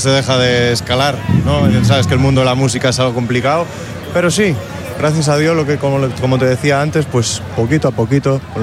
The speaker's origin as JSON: {"language": "Spanish", "region": "Galicia", "country": "Spain", "said": "y al final es mi casa, yo soy de aquí, soy gallego."}